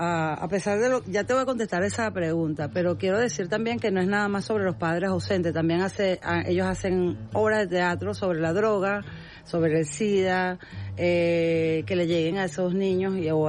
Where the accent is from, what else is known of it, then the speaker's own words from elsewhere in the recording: Falcón, Venezuela; no soy de La Guaira, pero amo La Guaira. Soy del estado Falcón.